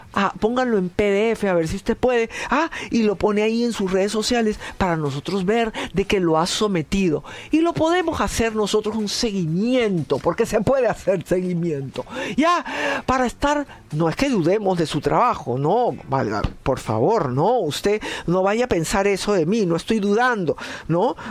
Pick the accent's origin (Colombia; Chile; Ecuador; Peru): Peru; siendo peruanos, ¿no?